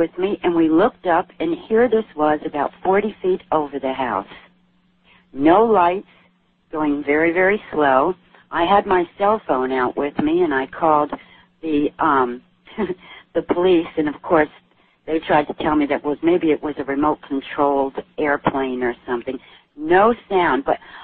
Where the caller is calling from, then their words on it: Arizona, United States; I'm calling you from the western part of Arizona.